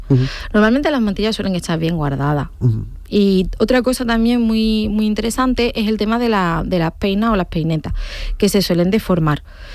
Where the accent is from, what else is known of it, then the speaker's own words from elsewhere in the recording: Santa Ana la Real, Andalusia, Spain; no estoy en mi pueblo, en Santa Ana la Real, y no me estoy arreglando para ir a la procesión.